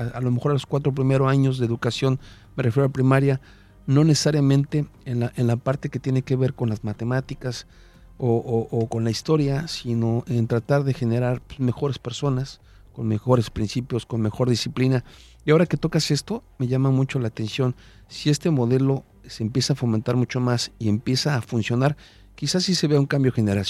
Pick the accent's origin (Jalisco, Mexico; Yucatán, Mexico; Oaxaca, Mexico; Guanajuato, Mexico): Yucatán, Mexico; ¿hacia dónde vamos como yucatecos, al menos en el tema de educación básica?